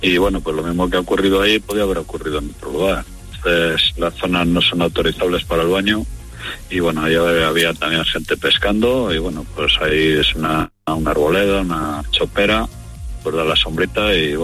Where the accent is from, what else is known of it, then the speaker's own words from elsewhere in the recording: Venta de Baños, Castile and León, Spain; born there; Yo, mira, soy nacido aquí en Venta de Baños, lo conozco todo eso